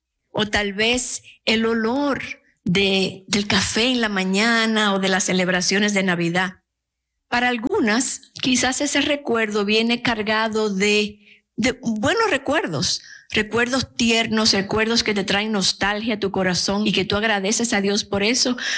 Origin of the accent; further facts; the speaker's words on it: Dominican Republic; now in United States; Nosotros venimos de Estados Unidos, así que hay muchas canciones.